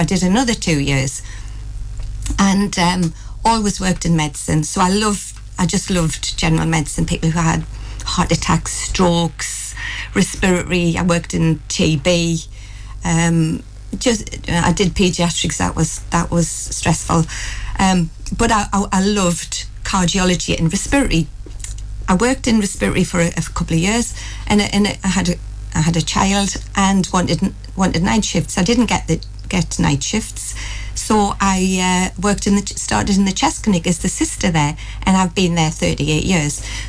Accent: Seaham, North East England, United Kingdom; born there; I was born in Seam, so a mining village. My dad was a bricklayer at the pit.

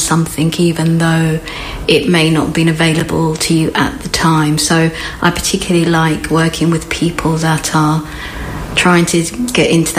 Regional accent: Dungarvan, Munster, Ireland; also born or lived in Waterford; I was born in Waterford, but we lived in Dungarvan in a tiny road called Cal Brew. And we my parents would have gone a little bit backwards and forwards prior to that.

